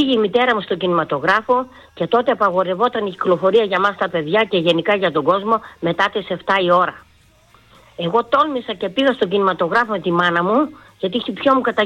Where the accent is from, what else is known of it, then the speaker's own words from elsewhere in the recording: Germany; Εγώ μεγάλωσα με Πόντιους στη Γερμανία όμως.